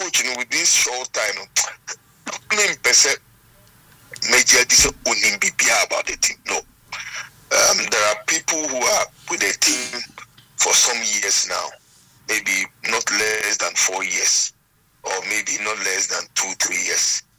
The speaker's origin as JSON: {"language": "English", "country": "Ghana", "said": "as a Ghanaian"}